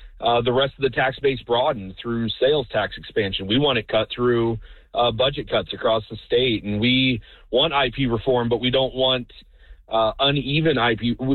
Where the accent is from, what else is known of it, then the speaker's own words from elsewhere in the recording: Kansas City, Missouri, United States; Hey, Pete. I'm a Republican from the Northland.